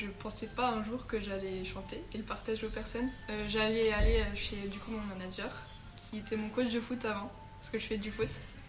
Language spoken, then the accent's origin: French; Arlon, Wallonia, Belgium; j'ai 18 ans, je suis originaire d'Arlon